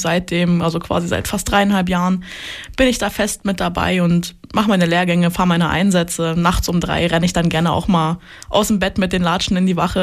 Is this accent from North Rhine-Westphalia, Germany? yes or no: no; Weißwasser, Saxony, Germany; Ich komme eigentlich aus Weißwasser, also tatsächlich ein ganz gutes Stück von Hoyerswerda weg.